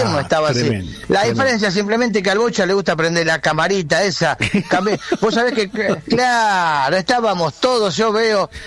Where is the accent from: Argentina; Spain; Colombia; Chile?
Argentina; todos somos amantes del fútbol, somos argentinos.